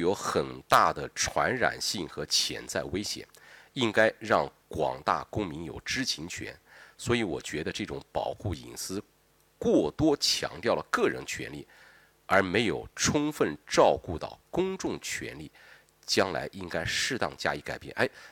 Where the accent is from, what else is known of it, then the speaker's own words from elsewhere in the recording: Anhui, China; 我就是咱们老家这个望营那边